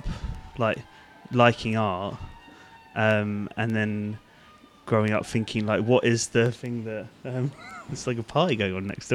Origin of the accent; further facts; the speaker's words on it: Hastings, South East England, United Kingdom; I grew up in Hastings